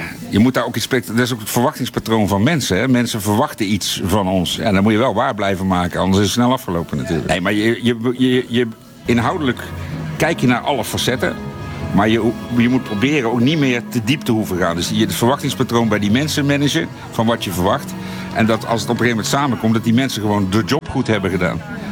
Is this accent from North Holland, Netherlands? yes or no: no; 's-Hertogenbosch, North Brabant, Netherlands; Ik kom zelf uit Brabant, Den Bosch.